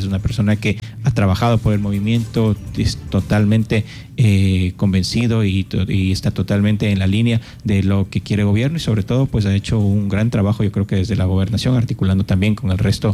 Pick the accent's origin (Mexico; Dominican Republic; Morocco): Dominican Republic; Santo Domingo; por venir a Santo Domingo, por venir a mi tierra, por trabajar por mi Santo Domingo